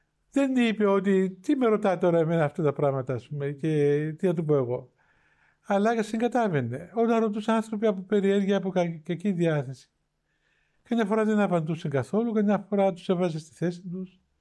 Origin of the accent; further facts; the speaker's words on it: Cyprus; Ούτε έλεγα είμαι από την Κύπρο, όχι πως περιφρόνσα την Κύπρο